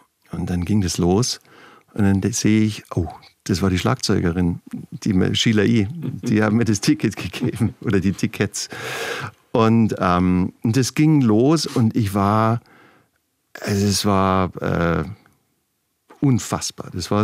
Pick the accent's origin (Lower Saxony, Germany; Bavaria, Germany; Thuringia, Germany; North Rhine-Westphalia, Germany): Bavaria, Germany; Munich; also ich bin in München groß geworden